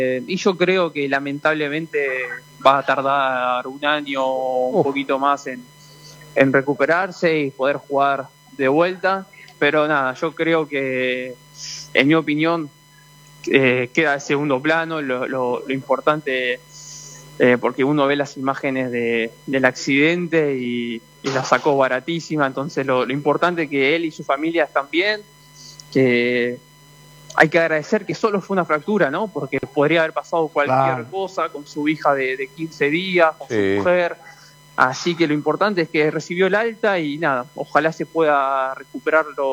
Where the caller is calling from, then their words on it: Rosario, Santa Fe, Argentina; yo vivo en la ciudad de Rosario